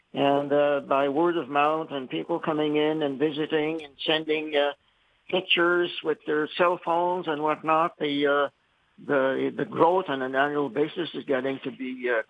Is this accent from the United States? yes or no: no; France; now in St. Malo, France; those years, every French person was a Catholic. Mm. So the church in those days was really full. And I grew up with in the Catholic faith.